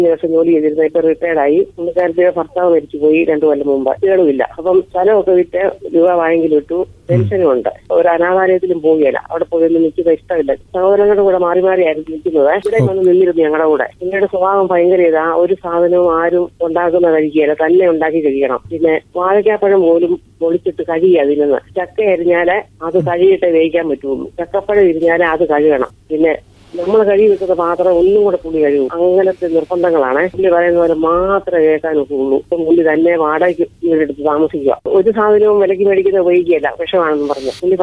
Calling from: Kerala, India; കുണ്ടകയത്തുനിന്ന്.

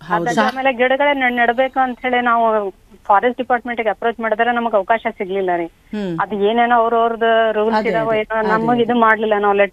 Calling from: Dharwad, Karnataka, India; ನಾನು ಧಾರವಾಡದಿಂದ … ಮಾತಾಡೋದು.

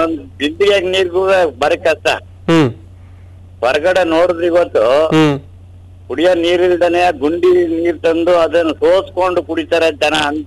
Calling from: Saligrama, Karnataka, India; Saligrama ತಾಲೂಕಿಂದ

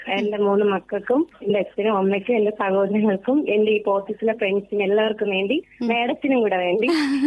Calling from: Vizhinjam, Kerala, India; വിഴിഞ്ഞം കൽവെട്ടാംകുഴി എന്ന് പറഞ്ഞ സ്ഥലത്തുനിന്നാണ്.

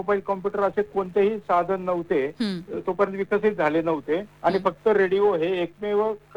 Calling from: Ahilyanagar, Maharashtra, India; तांगे गल्ली नगर, अहिल्या नगर मधून.

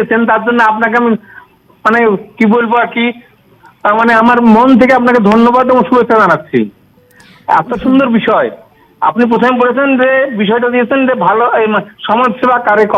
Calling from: Baharampur, West Bengal, India

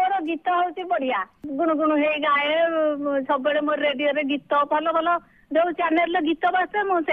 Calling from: Jagatsinghpur, Odisha, India

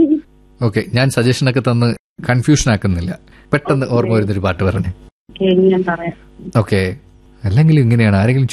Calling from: Thattayil, Kerala, India; പത്തനംതിട്ട തട്ടയിൽ നിന്നാണ്.

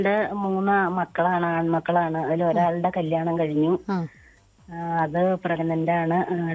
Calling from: Payipra, Kerala, India; ഓറ്റുഴക്കടുത്ത് പായിപ്ര എന്ന സ്ഥലത്തുനിന്നാണ്.

